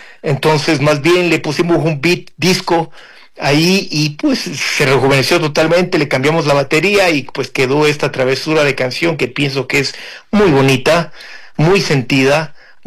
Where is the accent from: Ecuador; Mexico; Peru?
Ecuador; me vayan ya identificando como artista ecuatoriano